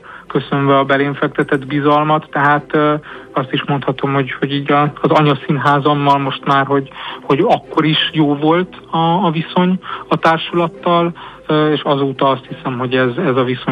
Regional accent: Szentendre, Pest, Hungary; én Szentendrén nőttem fel, és ilyen értelemben nagyon örülök annak, hogy valamit úgymond haza tudok vinni az alma máterbe, vagy a gyermekkornak a helyszínére.

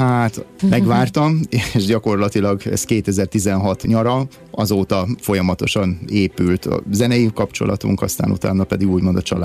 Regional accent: Balassagyarmat, Nógrád, Hungary; hisz volt a balassagyarmati udvarunkban, onnan származom, és volt egy hatalmas nagy diófa, amin volt egy hinta.

